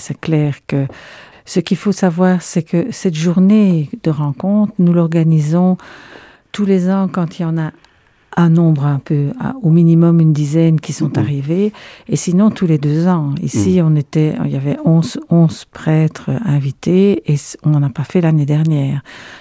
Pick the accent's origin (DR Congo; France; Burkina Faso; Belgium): Belgium; Liège, Wallonia; on a une façon de vivre en Belgique, et pourtant à Liège, on est très chaleureux, mais où quand même chacun reste un peu chez soi